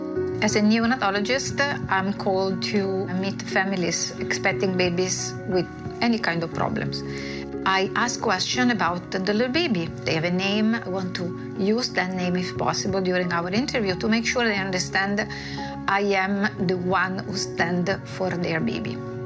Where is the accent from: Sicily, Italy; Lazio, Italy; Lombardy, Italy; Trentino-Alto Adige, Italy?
Lombardy, Italy; Milan; I was born and raised in Italy, in Milano.